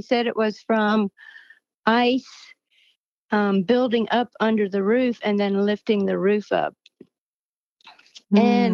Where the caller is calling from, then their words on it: Virginia, United States; I'm calling from Warren County, Virginia.